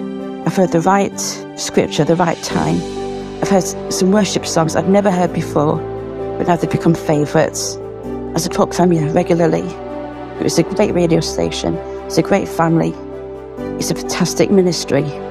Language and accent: English; Yorkshire and the Humber, United Kingdom; from Yorkshire.